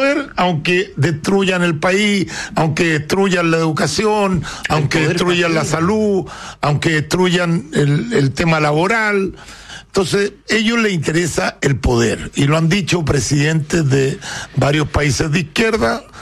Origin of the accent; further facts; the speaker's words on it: Chile; si nosotros somos dueños de Codelco, todos los chilenos